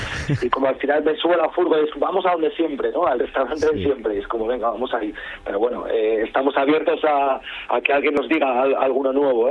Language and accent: Spanish; Asturias, Spain; Pues creo que es como dices, que al final somos asturianos y los sitios así nos encantan.